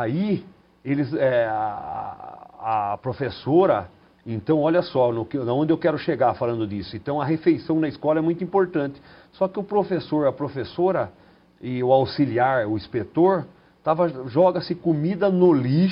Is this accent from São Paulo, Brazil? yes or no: yes; Sorocaba, São Paulo, Brazil; eu vim da periferia de Sorocaba